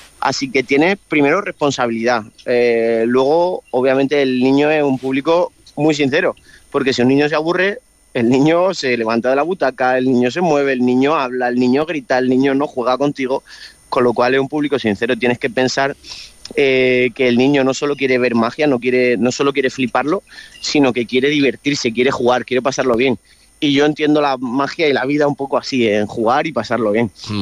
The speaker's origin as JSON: {"language": "Spanish", "town": "Lorca", "region": "Region of Murcia", "country": "Spain", "said": "soy lorquino, soy murciano, y aunque no sea donde más trabaje, en Murcia y en Lorca, me siento muy orgulloso de la región que tenemos y de la ciudad que tenemos"}